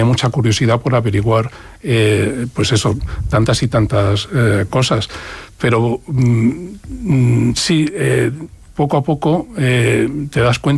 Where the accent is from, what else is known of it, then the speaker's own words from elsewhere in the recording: Madrid, Community of Madrid, Spain; born there; siguiente de casarse a Madrid, al barrio de Usera, que es donde yo nací, muy orgulloso de nacer allí en Usera.